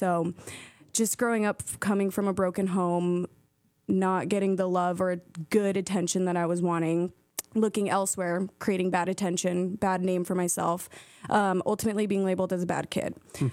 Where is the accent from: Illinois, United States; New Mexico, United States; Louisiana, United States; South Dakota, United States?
New Mexico, United States; moved away as an adult; now in South Bend, United States; I'm from New Mexico.